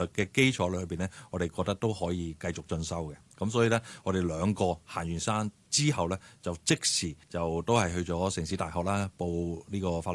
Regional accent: Hong Kong; 咁我就系土生土长嘅香港人嚟嘅。

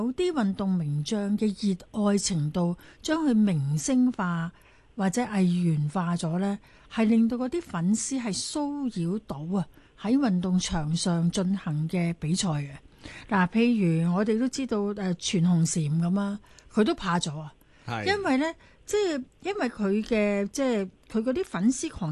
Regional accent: Hong Kong; 我哋小時候喺香港

